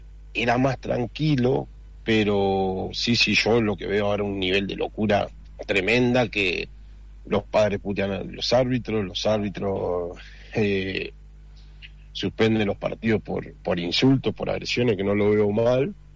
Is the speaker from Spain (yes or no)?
no; Cipolletti, Río Negro, Argentina; born there